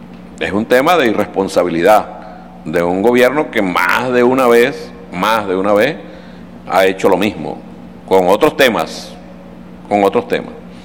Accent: Venezuela; país unido como venezolanos y como venezolanos.

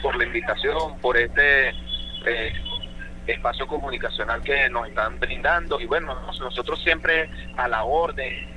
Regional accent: Venezuela; somos venezolanos de verdad

